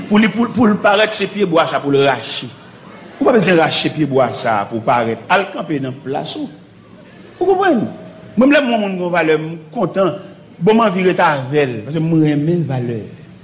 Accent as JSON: {"language": "French", "country": "Haiti", "said": "nous-mêmes haïtiens chrétiens"}